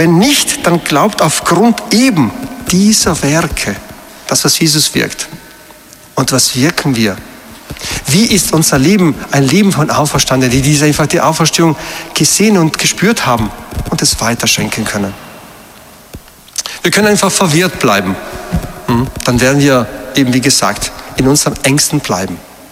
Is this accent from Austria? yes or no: no; Iran; moved away; Ich denke, ich bin ein Iraner